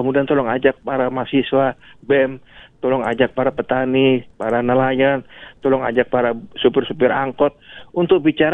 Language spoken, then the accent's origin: Indonesian; Yogyakarta, Special Region of Yogyakarta, Indonesia; born there; saya lahir di Yogyakarta.